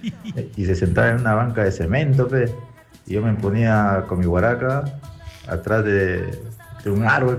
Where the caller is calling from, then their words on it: Trujillo, La Libertad, Peru; Yo vivo en Trujillo.